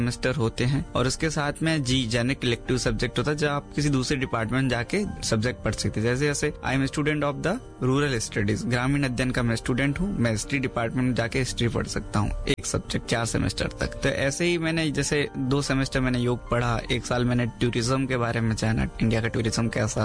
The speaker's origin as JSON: {"language": "Hindi", "town": "Jaisalmer", "region": "Rajasthan", "country": "India", "said": "मैं जैसलमेर राजस्थान से हूँ।"}